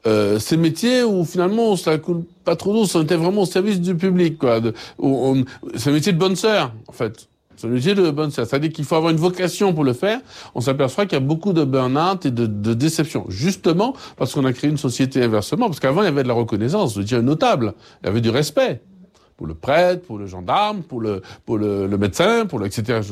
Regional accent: Martinique; Alors c'est chez nous en Martinique peut-être un drame, parce que justement les jeunes qui découvrent la valeur travail et la beauté du travail, ben, se disent mais qu'ils n'ont pas envie de rester au pays.

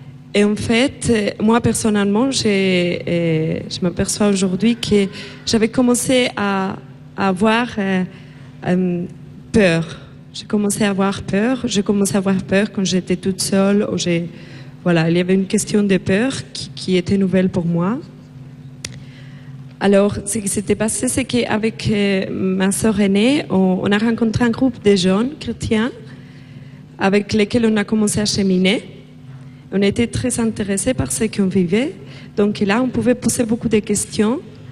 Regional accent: Spain; moved away; je viens d'Espagne.

